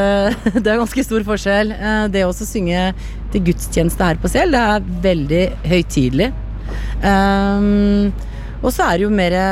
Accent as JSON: {"language": "Norwegian", "town": "Alvdal", "region": "Innlandet", "country": "Norway", "said": "men jeg har sunget i blandakor på Alvdal, der jeg kommer ifra."}